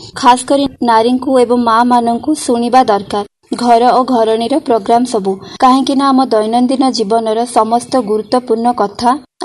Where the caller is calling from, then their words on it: Bhubaneswar, Odisha, India; ମୁଁ ଭୁବନେଶ୍ୱରରୁ